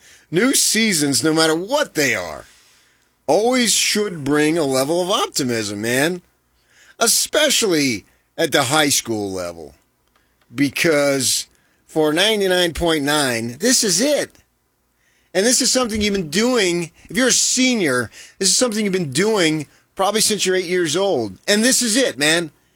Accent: United States; I haven't lived anyplace else.

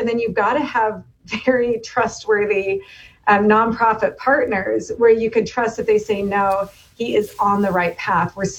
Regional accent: Portland, Oregon, United States; now in Seattle, United States; I'm from Portland

